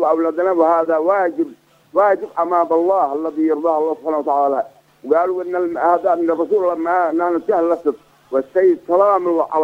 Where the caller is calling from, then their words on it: Yemen; هذا احنا يمنيين